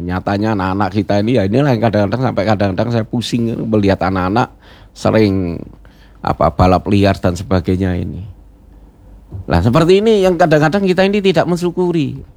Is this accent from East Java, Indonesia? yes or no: yes; Malang, East Java, Indonesia; now in Tanjung Pinang, Indonesia; saya kebetulan saya ini tinggal, apa, asli saya orang Jawa dari Malang.